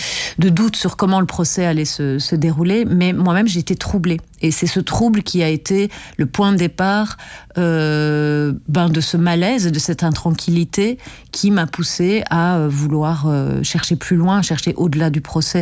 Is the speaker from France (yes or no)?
no; Wallonia, Belgium; Et moi, je suis wallonne, donc j'ai grandi aussi dans la culture wallonne.